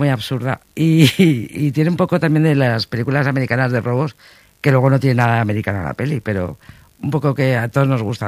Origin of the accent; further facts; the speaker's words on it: Bilbao, Basque Country, Spain; now in Madrid, Spain; Sí, vivo en Madrid, soy de Bilbao, pero vivo en Madrid porque, sabes que de pequeño el cine no estaba más que aquí, en el centro, entonces aquí tuve que venir.